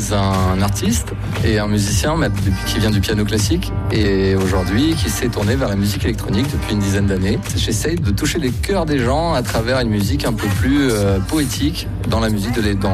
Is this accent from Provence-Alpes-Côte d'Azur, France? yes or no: yes; Nice, Provence-Alpes-Côte d'Azur, France; C'est un petit village qui est dans l'arrière-pays niçois parce que je suis originaire de Nice